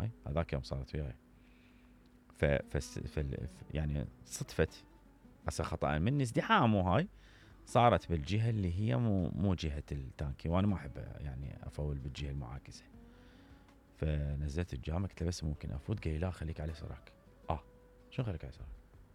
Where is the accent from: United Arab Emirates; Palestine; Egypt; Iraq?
Iraq; في بلدنا جميل العراق